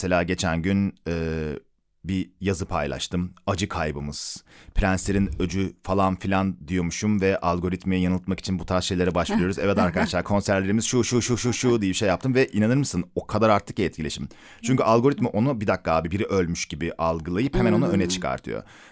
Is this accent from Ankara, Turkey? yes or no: no; İzmir, Turkey; Ben İzmirliyim işte Kıbrıs şehitlerinde böyle dağıtırlardı